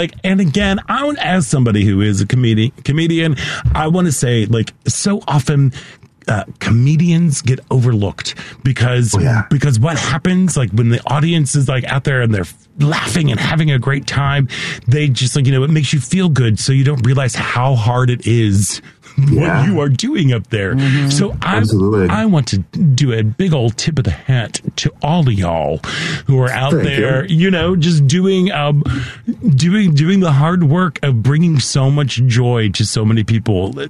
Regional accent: St. Louis, Missouri, United States; Because again, as a kid, growing up in St. Louis, like the Muni was...

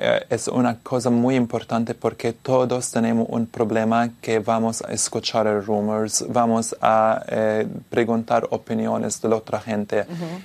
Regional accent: Milan, Lombardy, Italy; Spanish is a second language; moved away

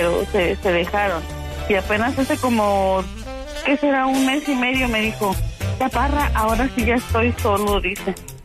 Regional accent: Veracruz, Mexico; now in Tennessee, United States; Soy de Veracruz, Panda.

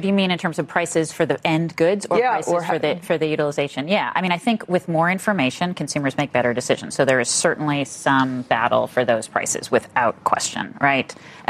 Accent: Boston, Massachusetts, United States; Remember, I'm coming from Boston, so, you know, I don't care about

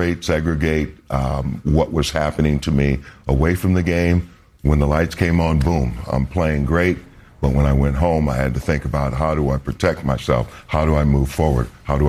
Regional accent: St. Paul, Minnesota, United States; I grew up in Minnesota, in nice people. Great, you know, I had a great upbringing, St. Paul, Minnesota

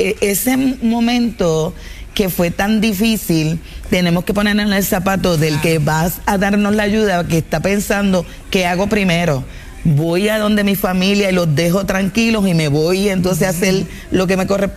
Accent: Puerto Rico; es el orgullo de ser lo que soy, negra, puertorriqueña y parcelera

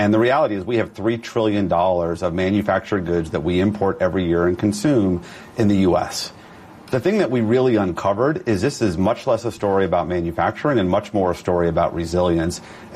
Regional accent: New York, United States; now in Washington, United States; I am born and raised in New York, and so yes, I have to be a Knicks fan

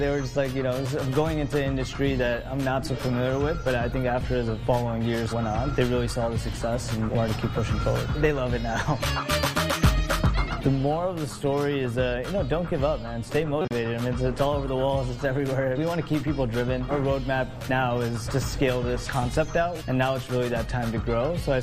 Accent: Chicago, Illinois, United States; born there; also born or lived in India; My family is an immigrant family. They came here from India. I was born here in Chicago. I lived in India for about 4 years with my grandmother.

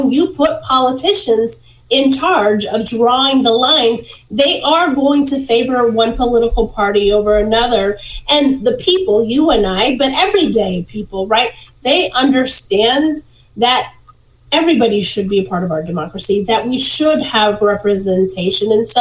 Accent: Texas, United States; my home state of Texas, they immediately moved forward with different things

